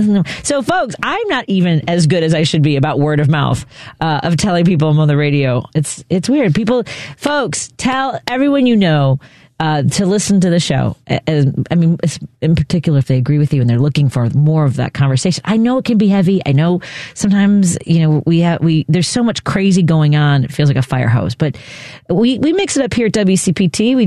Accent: Chicago, Illinois, United States; I grew up in Chicago, not fa

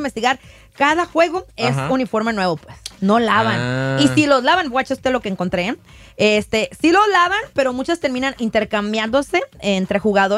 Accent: Mexico; now in California, United States; es que yo todos los saco en metros, pues soy mexicana.

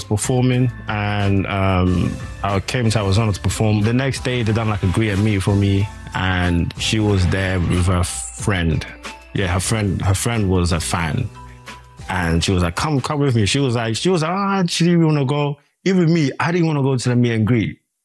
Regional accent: London, United Kingdom; I was like, yeah, of course I'm from London. Where do you think I'm from?

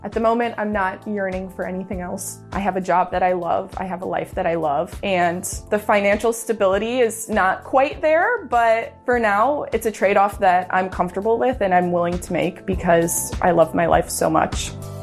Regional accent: Illinois, United States; I grew up in the Chicago suburbs and I studied civil engineering at Iowa State University.

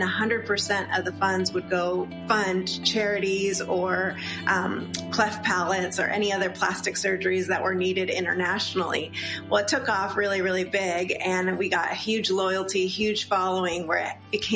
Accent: San Diego, California, United States; I grew up in San Diego, and I didn't know how spoiled I was to grow up in a place like San Diego.

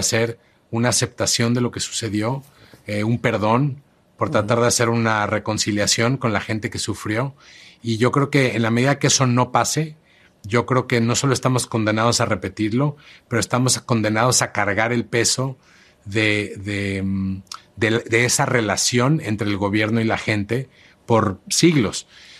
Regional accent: Mexico

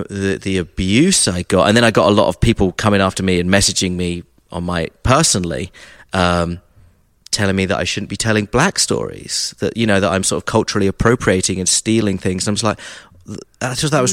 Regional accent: Brighton, South East England, United Kingdom; moved away as an adult; also born or lived in Nashville; now in Atlanta, United States; I'm from the south coast of England, Brighton.

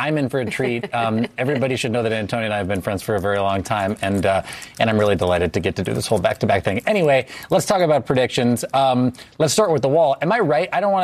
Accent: Los Angeles, California, United States; my favorite show as a preteen and young man growing up in Pacific Palisades, California.

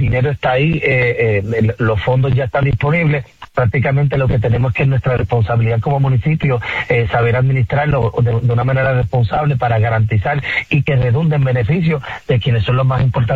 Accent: Ciales, Puerto Rico; pues mi manera de proyectar a mi pueblo es tratar de saber cuáles son nuestras culturas y nuestras raíces. Y eso es un tema que también lo vamos a estar abordando futuramente para poder aclarar, ¿verdad?, todo, y que pues tengamos una historia clara y precisa de lo que es nuestro pueblo de Ciales.

